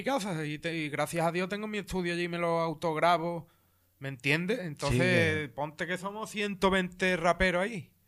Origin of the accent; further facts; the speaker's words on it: Spain; en el capítulo 1 somos 4 españoles, hay 3 chilenos, creo...